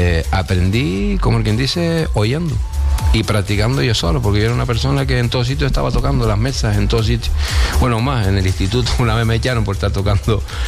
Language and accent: Spanish; Santa Cruz de Tenerife, Canary Islands, Spain; born there; Santa Cruz.